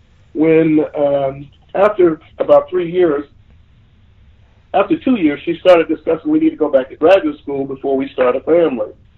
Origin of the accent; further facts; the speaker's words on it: Pennsylvania, United States; moved away as an adult; also born or lived in Kansas; I'm from Pennsylvania, coming out to Kansas.